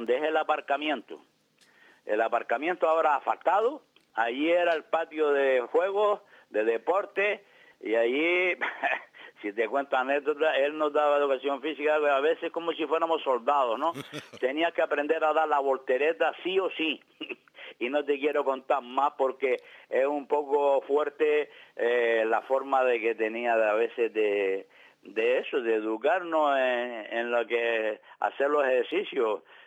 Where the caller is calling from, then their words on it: Canary Islands, Spain; todos nosotros los canarios